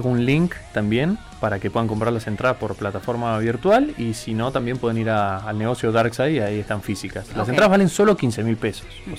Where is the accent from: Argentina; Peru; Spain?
Argentina; Santa Cruz; somos de Santa Cruz, somos rock patagónico